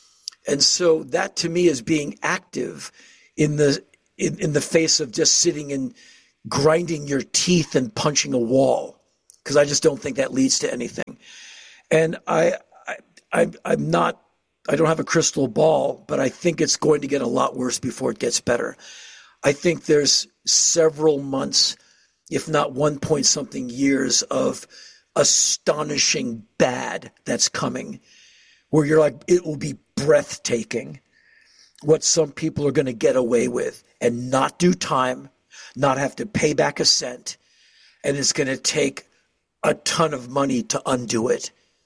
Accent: Washington, District of Columbia, United States; now in Nashville, United States; I come from Washington, D.C., bordered by Maryland, Virginia. So I heard, "Hey, man," since I was five. And I hear a lot of, "Hey, man," in Nashville.

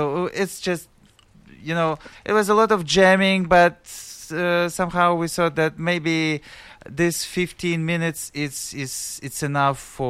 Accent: Moscow, Russia; moved away; I lived in Moscow. Originally, I'm from Moscow

